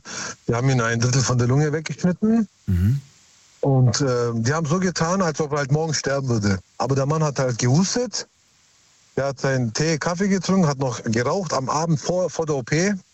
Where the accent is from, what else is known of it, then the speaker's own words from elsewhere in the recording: Heidenheim, Baden-Württemberg, Germany; Ja, aus Heidenheim.